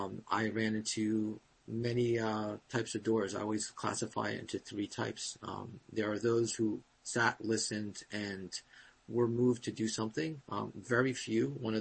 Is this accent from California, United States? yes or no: no; New Jersey, United States; So I grew up in New Jersey, and after serving in the Army, came back and was a doctor in the community.